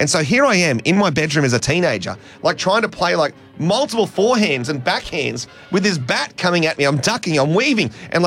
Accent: Dapto, New South Wales, Australia; Growing up in Dapto and in this region, we have a lot of bats

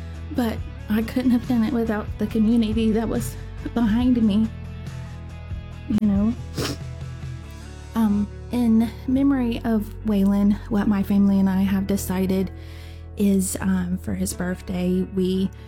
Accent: Richmond Hill, Georgia, United States; I am from Richmond Hill, Georgia

